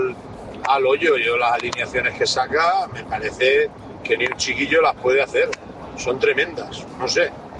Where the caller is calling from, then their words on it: Valencian Community, Spain; de Benicalá.